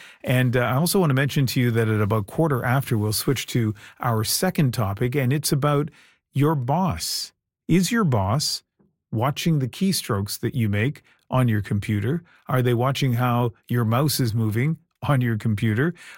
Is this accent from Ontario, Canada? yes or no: no; New Brunswick, Canada; when I was, growing up in New Brunswick, I didn't think that, all of our parents owned houses.